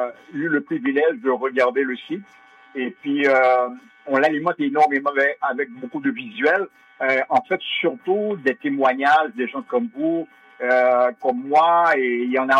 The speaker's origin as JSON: {"language": "French", "country": "Haiti", "said": "et puis je suis un Haïtien"}